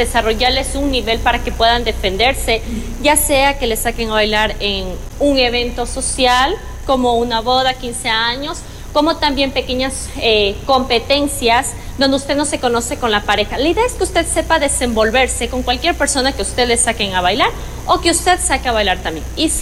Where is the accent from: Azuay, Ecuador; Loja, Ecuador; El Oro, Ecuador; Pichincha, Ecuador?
Pichincha, Ecuador; Quito; En Quito, soy de Quito